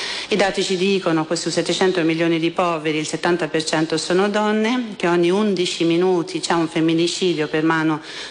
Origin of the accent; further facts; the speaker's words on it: Iran; now in Italy; dal mio nome e cognome vedete anche che sono straniera, sono metà iraniana, sono nata e cresciuta in Iran